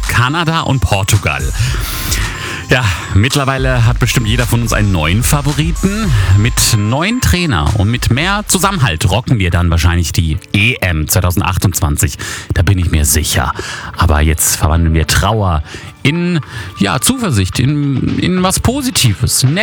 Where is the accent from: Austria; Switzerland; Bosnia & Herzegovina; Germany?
Bosnia & Herzegovina; ich bin auch traurig, dass mein Heimatland Bosnien und Herzegowina auch raus ist.